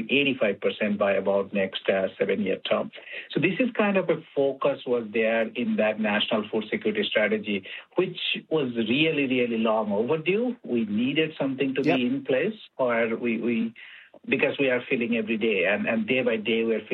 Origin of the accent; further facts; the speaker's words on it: Canada; how do we connect that so that we can see, as a Canadian, we feel less stress when we buy food?